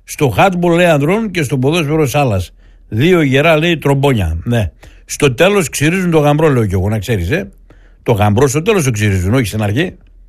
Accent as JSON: {"language": "Greek", "country": "Greece", "said": "εμείς είμαστε πιο Έλληνες από σένα."}